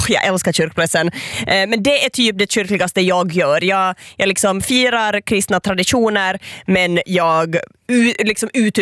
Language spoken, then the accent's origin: Swedish; Ostrobothnia, Finland; jag är från Österbotten.